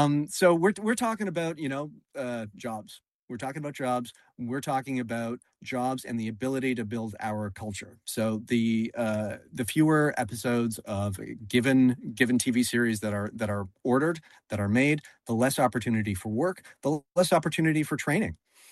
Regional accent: Canada

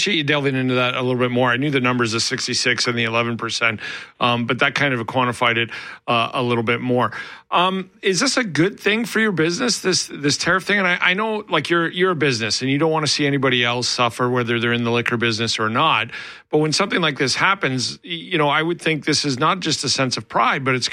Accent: Canada; as a Canadian

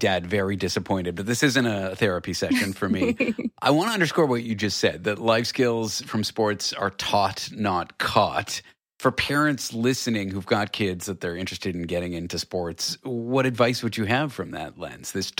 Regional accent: Canada; I'm from Canada and hockey was like very big growing up.

